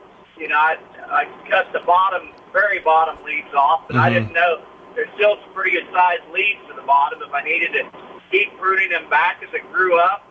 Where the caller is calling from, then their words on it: Marysville, Kansas, United States; from Marysville.